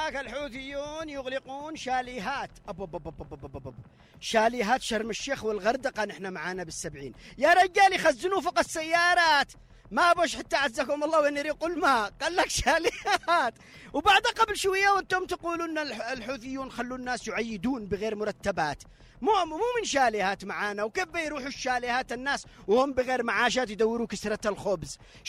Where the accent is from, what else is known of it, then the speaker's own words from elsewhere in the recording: Yemen; حياتنا كمؤمنين كيمنيين